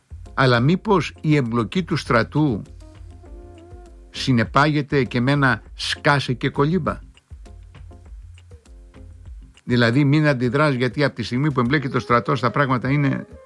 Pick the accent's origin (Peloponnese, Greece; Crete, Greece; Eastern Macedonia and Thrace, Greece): Crete, Greece; στην Πατρώα μας γη, κοντοχωριανή μας ο Ανδρουλάκη, 4-5 χιλιόμετρα το χωριό του από το χωριό μου